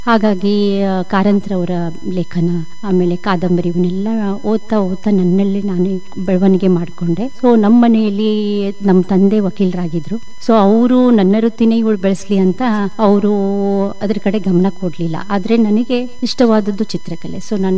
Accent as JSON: {"language": "Kannada", "town": "Belagavi", "region": "Karnataka", "country": "India", "tie": "born or raised there", "said": "So ನಾನು ಬೆಳೆದಿದ್ದು ಬೆಳಗಾವಿಯಲ್ಲಿ, ಬೆಳಗಾವಿ ಸಿಟಿಯಲ್ಲಿನ ನಾನು ಬೆಳೆದಿದ್ದು, ನನ್ನ ಬಾಲ್ಯೆಲ್ಲ ಅಲ್ಲೇ ಆಗಿದ್ದು."}